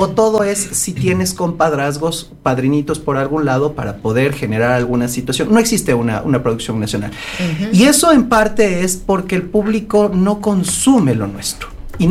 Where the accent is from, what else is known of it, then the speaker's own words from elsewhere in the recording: Ecuador; seguimos siendo ecuatorianos.